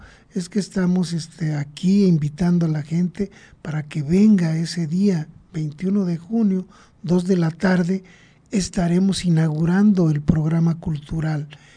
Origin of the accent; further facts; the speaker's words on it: Cutzamala de Pinzón, Guerrero, Mexico; mi paisana Vanessa Pineda, originaria de mi pueblo de Cutzamala.